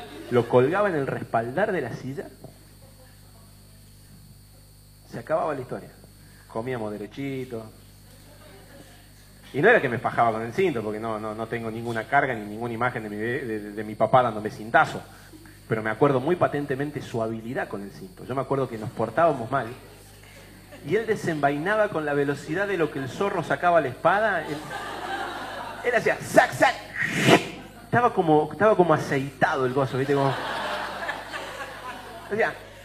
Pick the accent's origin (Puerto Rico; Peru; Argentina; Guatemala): Argentina; Porque sos argentino.